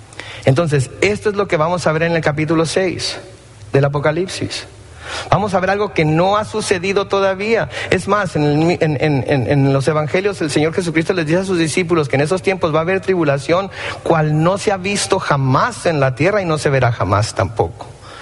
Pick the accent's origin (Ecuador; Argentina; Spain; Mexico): Mexico; Mexicali, Baja California; Yo soy de Mexicali